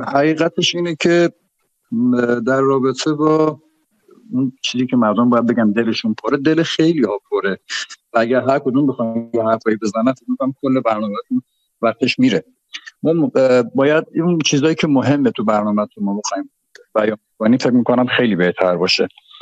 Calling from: Babolsar, Mazandaran, Iran; من بابرسر توی بهار شهر مازندران

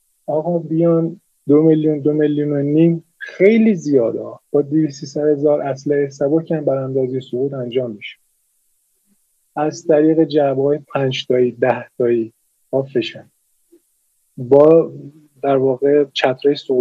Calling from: Iran; من 38-39 سال 40 ساله دارم وسط این مملکت زندگی میکنم

